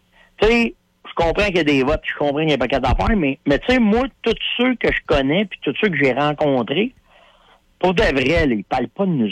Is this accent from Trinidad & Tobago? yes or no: no; Canada; Tu sais, je disais, ben, je viens du Canada, tu sais.